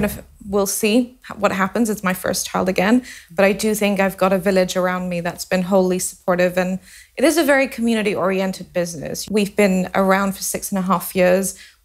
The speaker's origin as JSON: {"language": "English", "country": "Singapore", "tie": "born or raised there", "moved": "as an adult", "lives_now": "United Kingdom", "said": "I'm born in Singapore. I was raised in Singapore."}